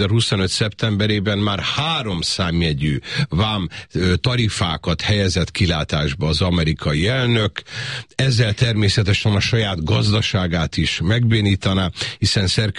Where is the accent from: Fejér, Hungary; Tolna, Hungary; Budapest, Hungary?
Fejér, Hungary; Dunaújváros; gyerekkoromban Dunajvárosban